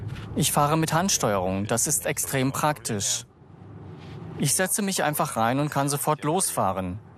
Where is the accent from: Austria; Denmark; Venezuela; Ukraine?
Ukraine; Alushta, Crimea; Wir fahren in meine Heimatstadt Alushta. Ich betrachte die Krim eigentlich als meine Heimat, aber Alushta ist für mich noch mehr Heimat.